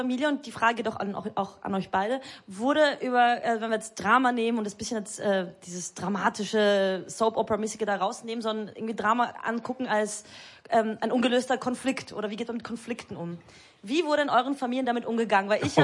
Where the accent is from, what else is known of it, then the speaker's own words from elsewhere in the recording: Vienna, Austria; aber ich als Wienerin mache ein Auge zu, aber ich finde das schlimm.